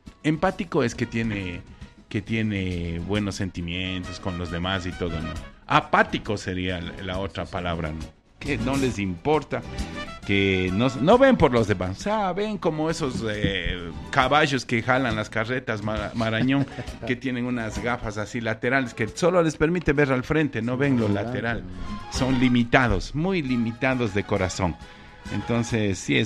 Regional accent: Ecuador; somos de Ecuador. Claro, somos de Ecuador.

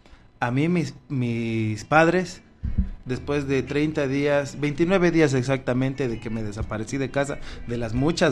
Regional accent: Santo Domingo, Dominican Republic; Yo soy de Santo Domingo.

